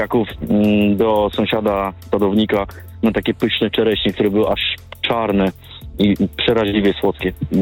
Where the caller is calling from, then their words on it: Gdańsk, Pomeranian Voivodeship, Poland; z Gdańska.